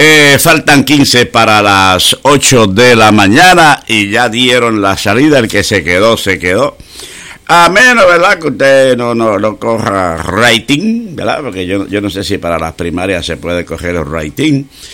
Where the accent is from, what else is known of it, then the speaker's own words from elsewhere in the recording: Puerto Rico; moved away; Yo hablo de Puerto Rico porque ese es mi país